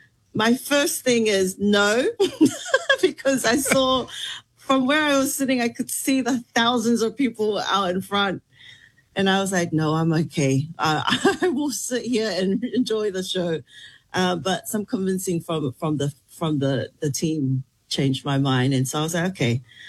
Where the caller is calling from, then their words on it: South Korea; So I'm tuning in from Korea, and it's just been a really proud moment to see all the Tongan people online just really engage with my little disco on the stage.